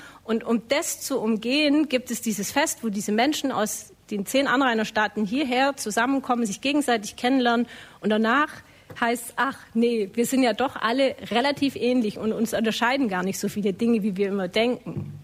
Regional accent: Ulm, Baden-Württemberg, Germany; Ich komme aus Deutschland, ich komme aus Ulm.

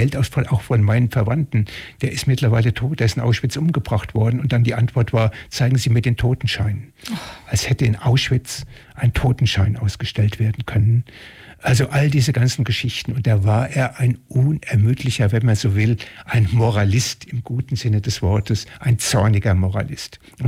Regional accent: Switzerland; Ein Weißer, Universitätsprofessor mit Assistenten, als Schweizer ein Verschonter. Nie Krieg hier

